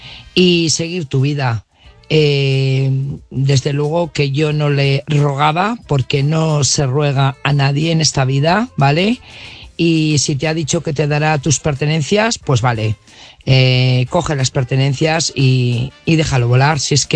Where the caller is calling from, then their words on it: Burgos, Castile and León, Spain; corresponsal de Burgos.